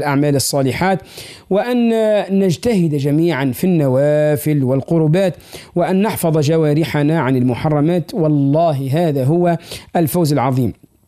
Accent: Tunisia; ربي يحفظ بلادنا تونس

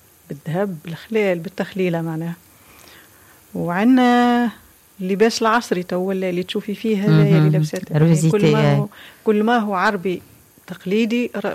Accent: Gabes, Gabès Governorate, Tunisia; فما هو موجود عندنا في جابس

